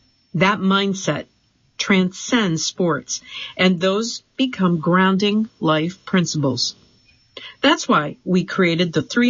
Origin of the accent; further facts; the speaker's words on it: Jefferson City, Missouri, United States; When I was growing up in Jefferson City, Missouri, after school, my younger brother and I played basketball in the driveway until the sun went down